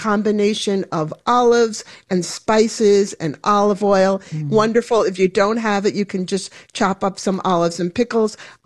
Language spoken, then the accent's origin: English; New York, United States; Growing up in New York, the big treat was we're going for an Italian.